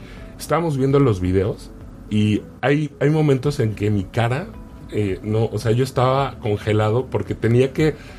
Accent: Puebla, Mexico; also born or lived in Mexico City; now in Riviera Maya, Mexico; Yo nací en Ciudad de México, crecí en Puebla y llevo 5 años en Riviera Maya siendo base.

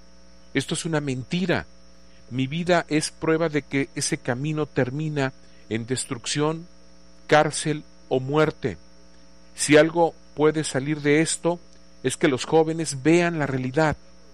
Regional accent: Mexico; Soy ciudadano mexicano. Reconozco que mi país también tiene un interés legítimo en que personas como yo enfrenten las consecuencias de sus actos bajo sus propias instituciones.

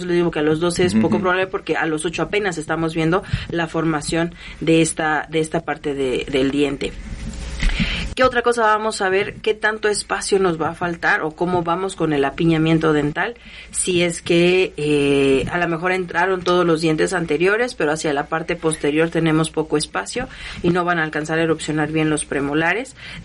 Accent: Mexico; hoy es el momento de apoyar como mexicanos

